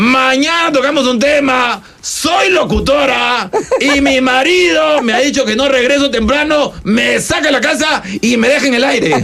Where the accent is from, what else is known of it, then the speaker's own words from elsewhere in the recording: Guanajuato, Mexico; Soy mexicana y soy de Guanajuato.